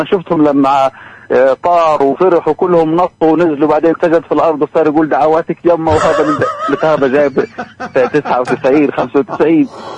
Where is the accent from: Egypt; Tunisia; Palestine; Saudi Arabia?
Palestine; إحنا الشعب الفلسطيني